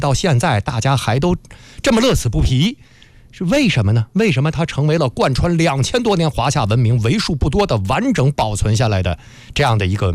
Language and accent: Chinese; China; 这我们中国人都很熟悉了